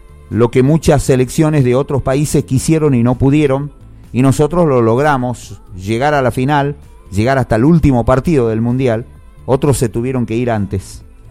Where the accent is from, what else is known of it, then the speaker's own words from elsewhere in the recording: Argentina; hay que seguir creyendo en todos los que realmente somos argentinos